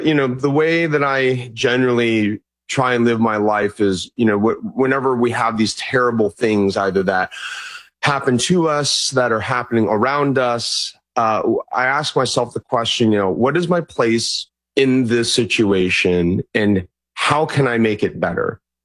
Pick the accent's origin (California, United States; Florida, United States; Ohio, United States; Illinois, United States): California, United States; Mission Viejo; now in San Francisco, United States; You know, I grew up in Orange County in Mission Viejo, I went to school in L.A. now, and then went to grad school in Monterey. I live here in San Francisco. So I'm a native Californian, born and bred here.